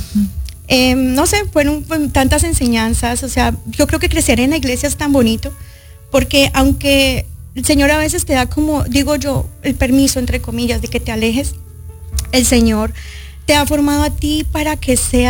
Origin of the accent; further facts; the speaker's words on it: Colombia; moved away as an adult; also born or lived in Japan; Viajé muy jovencita, salí de Colombia como a los 18 años para Japón con mi familia, wow, por parte de mamá, que vivían todos allí.